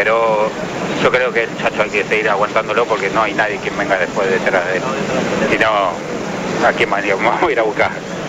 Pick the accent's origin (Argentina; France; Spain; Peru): Argentina; Buenos Aires; De acá, de Belgrano.